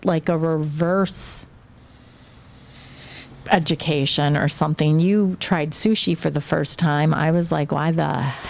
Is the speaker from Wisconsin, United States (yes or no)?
yes; Milwaukee, Wisconsin, United States; And growing up in Milwaukee, I really didn't realize until I left that not every city has sidewalks and walkability. I mean, growing up on the east side, wow.